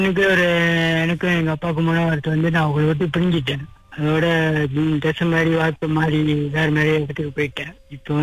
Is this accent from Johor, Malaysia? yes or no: no; Seremban, Negeri Sembilan, Malaysia; சொந்த ஊர் சிரம்பான்.